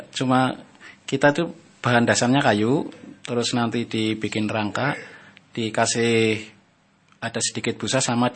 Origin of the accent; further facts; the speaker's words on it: Wirasana, Central Java, Indonesia; saya dari Celeleng Wirasana.